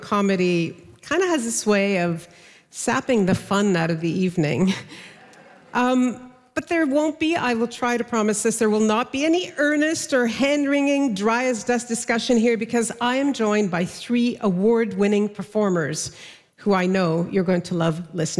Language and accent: English; Canada